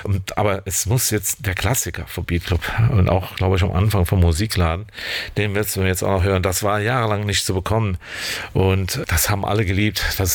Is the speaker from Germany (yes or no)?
yes; Niederkassel-Lülsdorf, North Rhine-Westphalia, Germany; Bei mir persönlich aufgewachsen in Lilsdorf, Niedergassel-Lilsdorf.